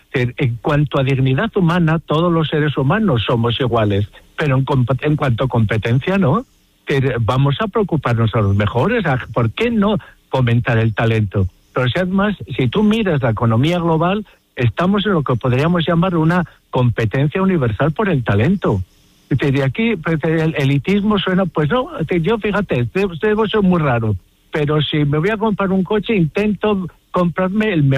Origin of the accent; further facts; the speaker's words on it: Navarre, Spain; Navarro catalán. Yo soy navarro. Y otra cosa es que mis hijos sean catalanes y mis nietos, para mi dolor, en vez de ser de los Asuna, son del Barça.